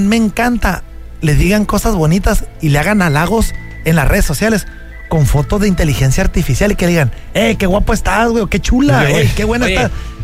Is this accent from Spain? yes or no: no; Mexico; nos damos cuenta que somos mexicanos.